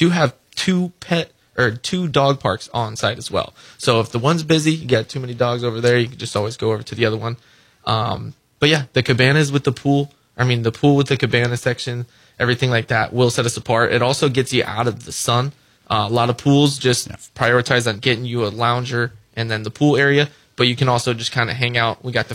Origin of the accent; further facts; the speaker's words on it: St. Petersburg, Florida, United States; moved away as an adult; now in Palm Coast, United States; I was born and raised in St. Peter area, which is pretty rare.